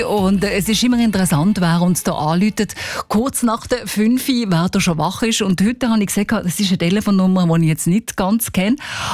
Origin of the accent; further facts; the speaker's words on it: Switzerland; Bei uns ist es doch noch ein bisschen wärmer, aber der Herbst soll langsam kommen. Auch bei uns in der Schweiz.